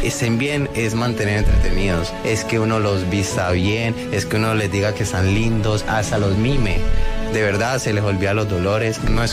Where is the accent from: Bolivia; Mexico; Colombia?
Colombia; Palmira, Valle del Cauca; Yo que soy de Palmira